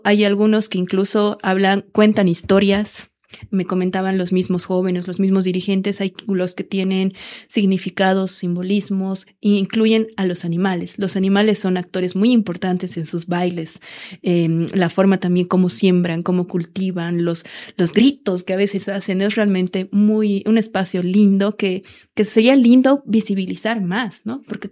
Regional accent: Potosí, Bolivia; Yo personalmente soy potosina

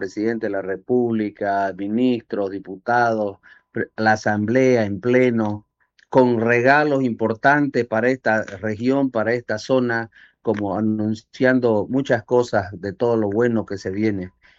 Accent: San Ignacio de Velasco, Santa Cruz, Bolivia; moved away; Yo en este momento me encuentro en San Ignacio de Velasco, soy oriundo de San Ignacio de Velasco

